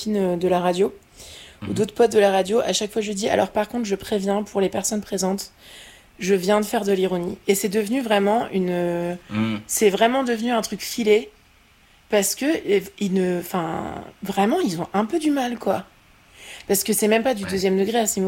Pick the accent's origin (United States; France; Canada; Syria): France; Moi, j'ai beaucoup de mal avec l'humour allemand parce que j'ai grandi en France.